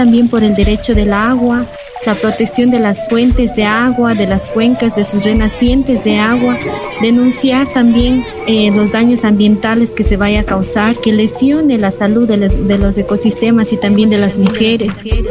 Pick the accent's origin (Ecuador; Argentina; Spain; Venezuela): Ecuador; Molleturo parish, Azuay; soy de la parroquia Moyeturo, provincia de la Suay, de una comunidad donde se encuentra amenazada por un megaproyecto minero.